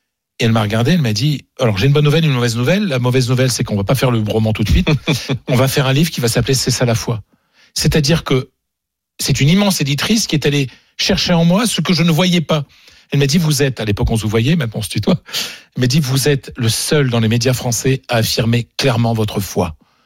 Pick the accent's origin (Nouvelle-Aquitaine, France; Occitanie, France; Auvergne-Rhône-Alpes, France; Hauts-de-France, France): Hauts-de-France, France; grand-mère, c'est une ch'ti. Donc, elle parlait le patois ch'ti, ce qu'on appelle le picard, parce qu'on est du Pas-de-Calais.